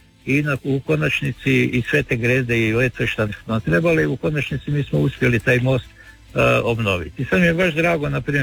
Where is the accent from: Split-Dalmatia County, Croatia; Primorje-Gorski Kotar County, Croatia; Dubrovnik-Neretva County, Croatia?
Primorje-Gorski Kotar County, Croatia; Čabar; Ja sam rođen u Čabru, živim u Čabru, evo, jednostavno u mojim godinama više ne planiram da ću bilo gdje drugdje otići. Znači, obitelj, djeca, svi smo nekako vezani u Čabar